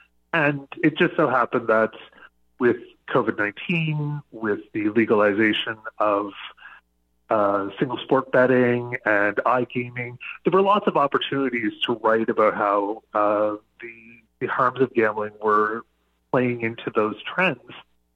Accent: Sydney, Nova Scotia, Canada; now in Saint John, Canada; my hometown of Sydney, Nova Scotia

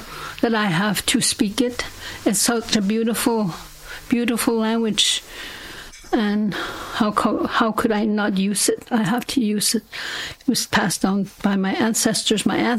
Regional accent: Délı̨ne, Northwest Territories, Canada; first language Dene Kadé; English is a second language; I'm from Delane, born and raised there. My language is very important to me. When I was young, that's the first language I spoke. My parents spoke to me in that language, Dene Kadé.

